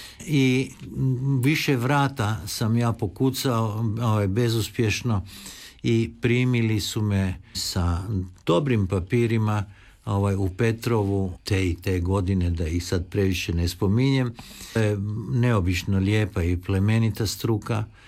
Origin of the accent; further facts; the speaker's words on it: Varaždin, Varaždin County, Croatia; born there; Rođen u Varaždinu, a zapravo i po majci i po ocu iz Like.